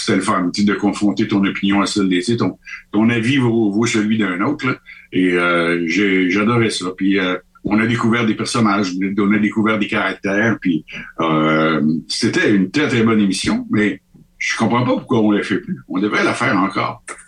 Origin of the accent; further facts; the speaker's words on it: Canada; moi, je suis du Canada, je suis ici de passage